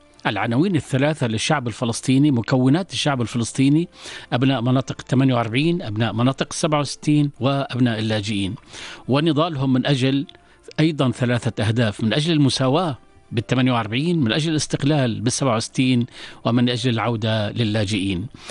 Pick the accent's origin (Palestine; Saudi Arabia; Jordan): Jordan; يعني إحنا كأردنيين دائما قلوبنا معاكم وعندكم ونتابعكم